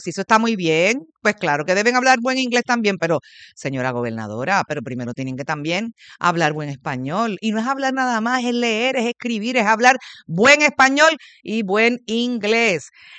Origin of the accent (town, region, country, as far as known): Puerto Rico